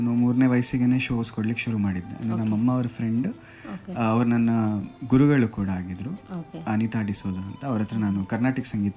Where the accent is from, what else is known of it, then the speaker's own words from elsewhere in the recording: Mangalore, Karnataka, India; ನಾನು ಮೂಲತಃ ಮಂಗಳೂರಿನವನು.